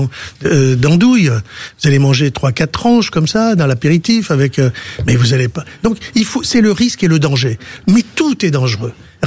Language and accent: French; Tunisia; moved away; Moi, je viens de Tunisie